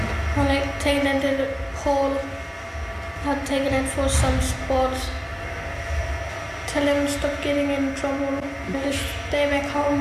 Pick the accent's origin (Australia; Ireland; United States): Australia; Northern Territory; first language Western Aranda; English is a second language; I'm from Dapa Camp, and what language I speak is Western Aranda